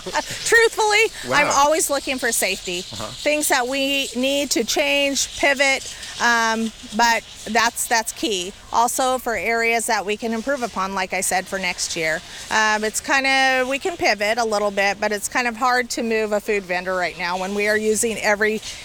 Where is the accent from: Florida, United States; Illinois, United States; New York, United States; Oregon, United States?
Oregon, United States; Salem; I'm an Oregonian. I was born and raised in Salem.